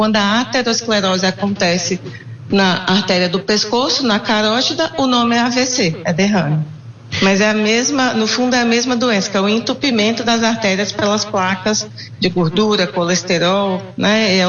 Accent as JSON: {"language": "Portuguese", "town": "Mantena", "region": "Minas Gerais", "country": "Brazil", "moved": "as an adult", "lives_now": "São Paulo, Brazil", "said": "eu sou mineira. Eu sou mineira, eu sou... Vim para São Paulo para fazer a residência, para fazer a especialização e fiquei. Fui absorvida aqui."}